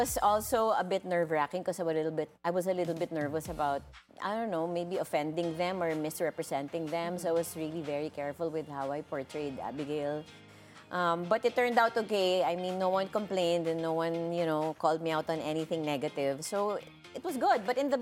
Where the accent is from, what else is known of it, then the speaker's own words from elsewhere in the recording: Philippines; accent: Pinoy (Filipino-mixed); may pagka ano halong Pinoy my accent now, di ba? There it's also may halong Pinoy, but it's more influenced of someone living there for like 5 years. A short period of time.